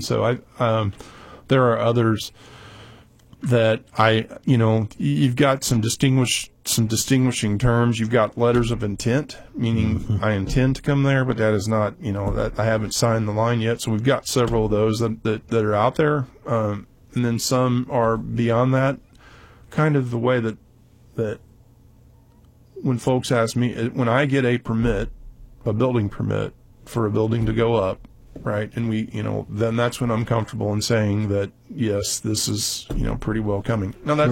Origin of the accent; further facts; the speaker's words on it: Arizona, United States; because I'm from Arizona, you're there, you know.